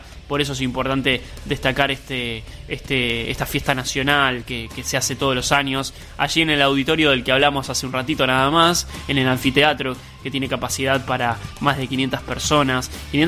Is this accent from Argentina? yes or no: yes; Argentina